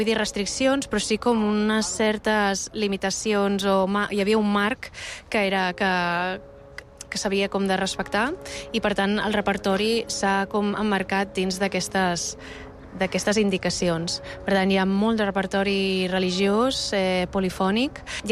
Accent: Badalona, Catalonia, Spain; tot i que sóc de Badalona, em sento molt barcelonina.

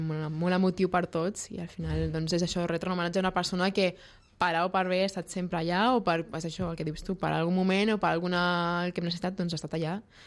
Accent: Sitges, Catalonia, Spain

